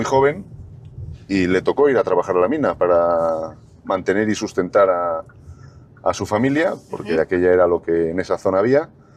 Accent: León, Castile and León, Spain; born there; also born or lived in Mexico / Villasimpliz de Gordón

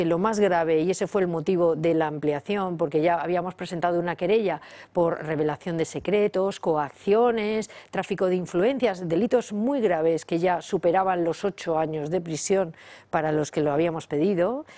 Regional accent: Spain

